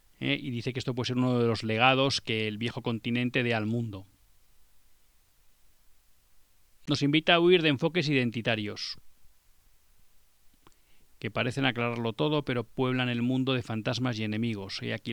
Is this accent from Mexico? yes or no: no; Spain